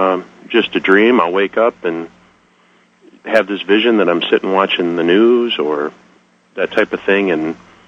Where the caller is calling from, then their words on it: Whidbey Island, Washington, United States; from Whidbey Island, Washington.